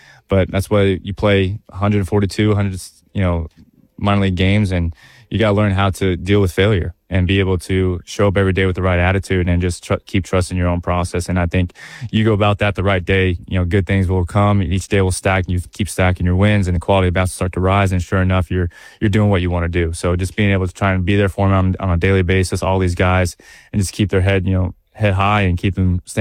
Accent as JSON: {"language": "English", "town": "Las Vegas", "region": "Nevada", "country": "United States", "tie": "born or raised there", "said": "growing up in Vegas"}